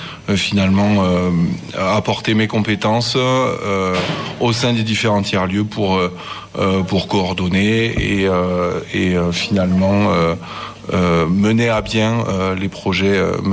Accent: Saint-Affrique, Occitanie, France; je suis donc vraiment né au cœur du territoire, puisque je viens de la commune de Sainte-Afrique

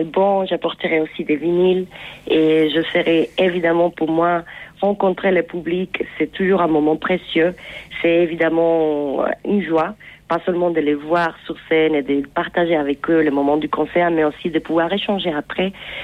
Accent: Cuba; moved away; Et Inor, on est les deux Cubains. Et on a étudié en fait à l'école ensemble quand on était enfants à Cuba.

